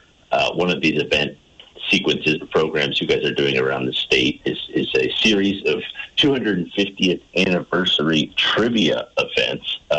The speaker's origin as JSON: {"language": "English", "town": "Putney", "region": "Vermont", "country": "United States", "tie": "born or raised there", "said": "I mean, I grew up in Putney. There's an amazing Putney Historical Society."}